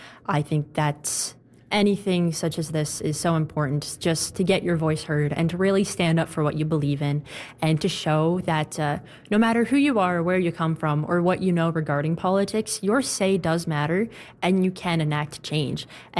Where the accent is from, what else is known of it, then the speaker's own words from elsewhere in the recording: Placentia, Newfoundland and Labrador, Canada; I'm from Placentia, St. Mary's.